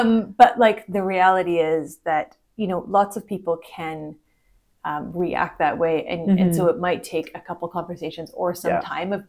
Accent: Ottawa, Ontario, Canada; My hometown is Ottawa, which is not, it's not Toronto, but it's still pretty big.

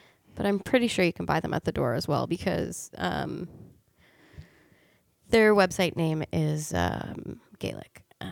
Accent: Nova Scotia, Canada; moved away as an adult; now in Whitehorse, Canada; he came here in 1896 from Antigonish, Nova Scotia, one town away from my hometown.

